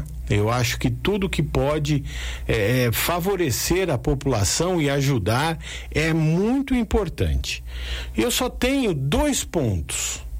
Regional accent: Brazil; Eu sou brasileiro.

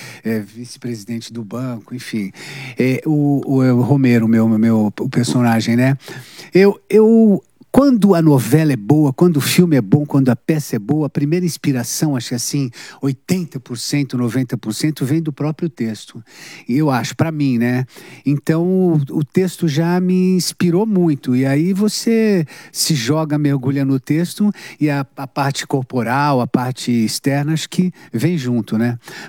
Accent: Brazil; Como brasileiro e como quem, enfim, atravessou todos esses planos, todas essas inflações, todas essas crises

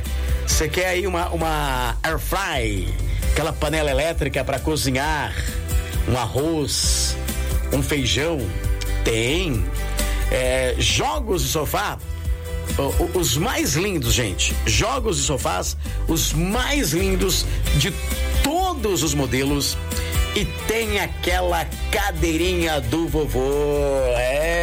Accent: Araraquara, São Paulo, Brazil; Araraquara querida, minha terra amada, natal

